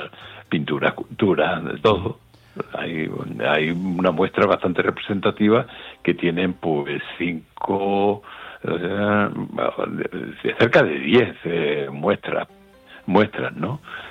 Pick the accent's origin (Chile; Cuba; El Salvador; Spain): Spain; Cádiz, Andalusia; Y soy de Cádiz, y de pronto me entero de cosas que no...